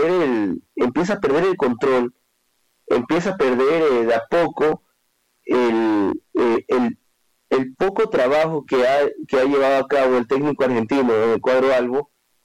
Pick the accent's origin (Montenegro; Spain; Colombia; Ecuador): Ecuador